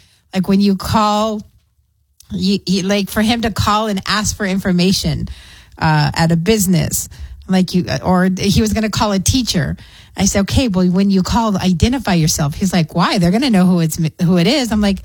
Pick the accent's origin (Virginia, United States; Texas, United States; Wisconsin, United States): Texas, United States; Clint; now in El Paso, United States; growing up in Clint in the trailer.